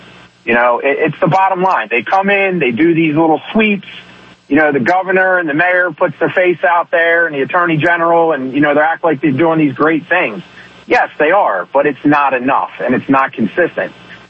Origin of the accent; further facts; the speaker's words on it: Baltimore, Maryland, United States; I grew up in Baltimore City